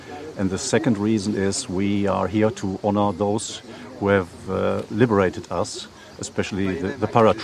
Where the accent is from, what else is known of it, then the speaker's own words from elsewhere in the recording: Germany; English is a second language; Well, I'm coming from Germany, and I was a former paratrooper in Germany, Fallschirmjäger, we call this.